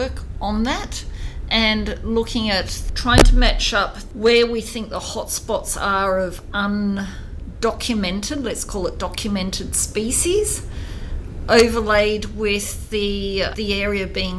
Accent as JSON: {"language": "English", "region": "Tasmania", "country": "Australia", "tie": "born or raised there", "said": "I think growing up in Tasmania, I think Rodney Croom down in Tasmania, he's an inspiration down there."}